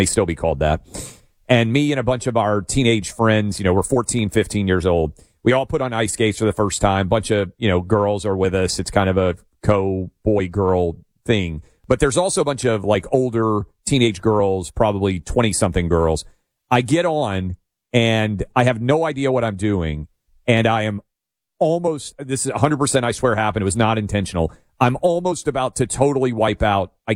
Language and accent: English; Nashville, Tennessee, United States; Unfortunately, in my hometown of Nashville, bit of news yesterday was the Tennessee primary.